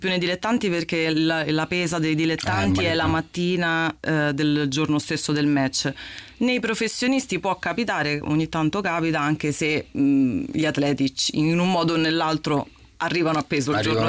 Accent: Cerveteri, Lazio, Italy; Cerenova, Cerveteri.

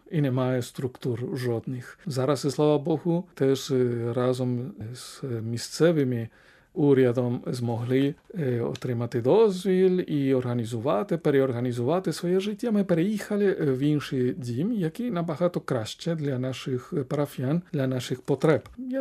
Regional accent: Spain; Ukrainian is a second language; moved away; Якби я залишився в Іспанії, звідки я родом, то я би працював як священик в таких парафіях, котрі найважчі

